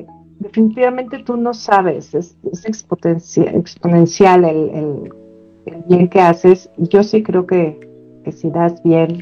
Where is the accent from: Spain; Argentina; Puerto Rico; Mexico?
Mexico; esta película es súper bonita de cómo muchas veces los mexicanos transmitimos ese amor y esa alegría a otras culturas